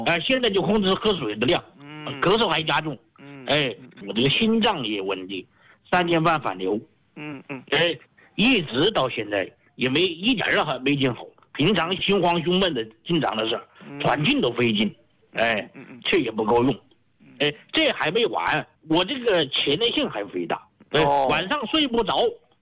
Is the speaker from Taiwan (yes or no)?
no; Chongqing, China; 哎，我是重庆的一个人呢、